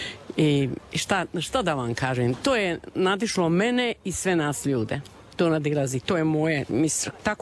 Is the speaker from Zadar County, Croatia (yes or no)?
no; Solin, Split-Dalmatia County, Croatia; Da, iz Solina sam. Imam i godina, kao što vidite.